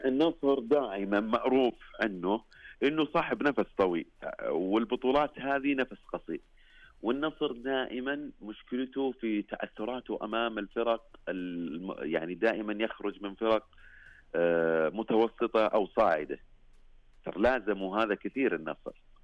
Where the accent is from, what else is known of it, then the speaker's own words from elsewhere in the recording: Saudi Arabia; اللي حنا نشوفها كسعوديين